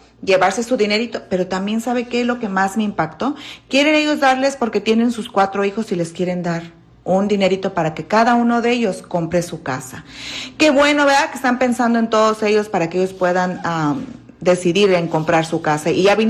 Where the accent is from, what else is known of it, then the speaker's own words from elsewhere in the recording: Michoacán, Mexico; No, soy de Michoacán.